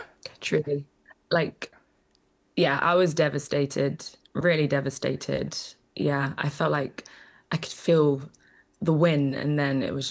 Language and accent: English; London, United Kingdom; we come from South London.